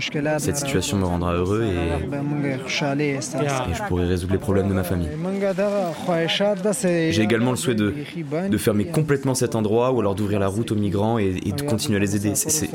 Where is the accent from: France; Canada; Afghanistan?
Afghanistan; Kabul; je suis originaire de Kaboul, en Afghanistan. J'étais chauffeur routier.